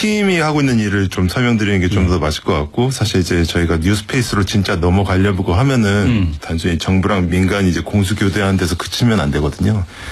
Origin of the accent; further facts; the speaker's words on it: Japan; 제가 어렸을 때 일본에서 자랐는데요.